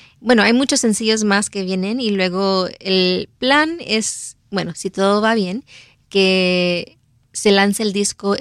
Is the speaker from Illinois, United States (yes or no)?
yes; Chicago, Illinois, United States; para que todos sepan que sí somos mexicanos 100% y también 100% pues yo de Chicago, hija de migrantes de Michoacán.